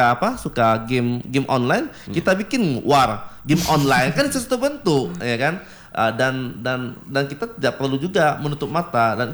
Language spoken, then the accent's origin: Indonesian; Bukittinggi, West Sumatra, Indonesia; kita pemuda di Kota Abu Tinggi